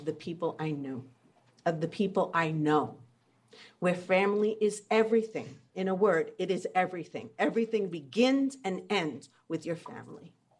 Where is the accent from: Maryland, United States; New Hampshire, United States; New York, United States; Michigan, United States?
New York, United States; So I was growing up in New York in the 70s, when these people hit.